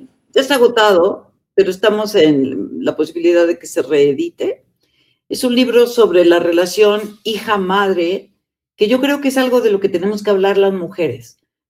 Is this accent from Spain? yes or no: no; Mexico